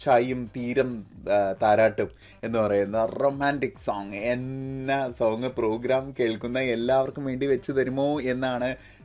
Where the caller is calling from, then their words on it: North Paravur, Kerala, India; North പറവൂരിൽ നിന്നാണ്.